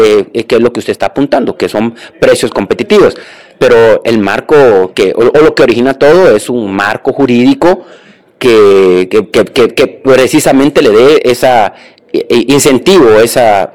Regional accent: Honduras; Somos los hondureños los que hemos estado invirtiendo aquí en Honduras.

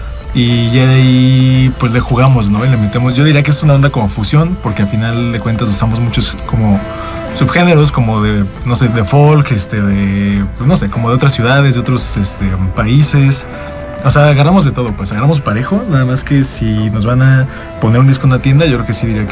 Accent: Salamanca, Guanajuato, Mexico; now in Querétaro, Mexico; yo soy Salamanca, Guanajuato.

